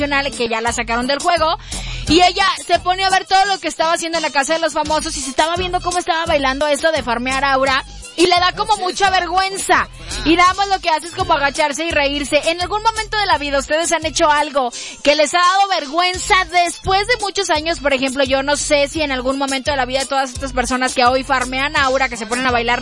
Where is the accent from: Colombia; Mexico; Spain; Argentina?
Mexico; Tlaquepaque, Jalisco; yo soy de Tlaquepaque Centro. No digo que no tengamos billete los de Tlaquepaque Centro, pero digamos que somos más humildes, ¿verdad? Digamos que tenemos una educación diferente, escuela de gobierno.